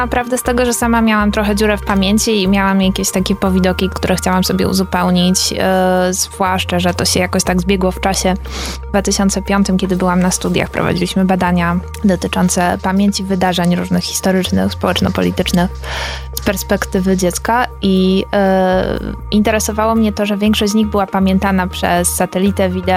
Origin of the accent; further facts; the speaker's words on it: Silesian Voivodeship, Poland; Ja jestem ze Śląska Górnego akurat dla odmiany, także ja po prostu wokół mnie miałam te opuszczone hale, takie szkielety fabryk, kopalń i tak dalej, których w tej chwili już w ogóle nie ma.